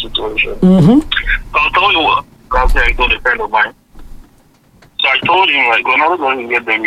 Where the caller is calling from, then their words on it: Canada; from Canada.